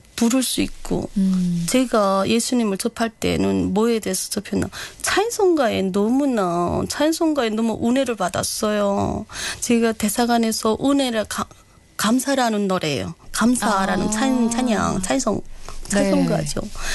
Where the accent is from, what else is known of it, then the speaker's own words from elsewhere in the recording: Hwanghae, North Korea; moved away as an adult; now in South Korea; 남한 정착 8개월 차인 황해도가 고향인